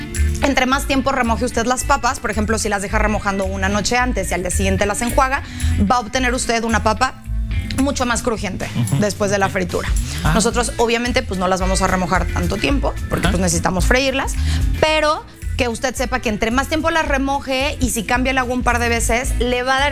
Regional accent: Mexico; para nosotros como mexicanos

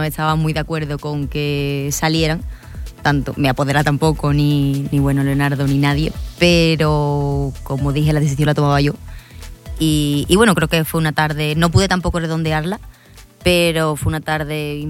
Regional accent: Spain; muy contenta de entrar en la novillada patria como española.

